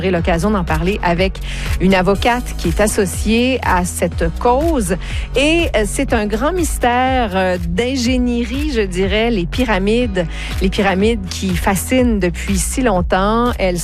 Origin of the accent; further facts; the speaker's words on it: New Brunswick, Canada; il y a trois personnes, en fait, de chez nous, au Nouveau-Brunswick